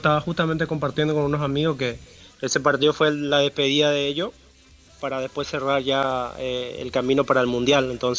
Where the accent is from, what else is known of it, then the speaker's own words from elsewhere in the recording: Paraguay; como paraguayo y como deportista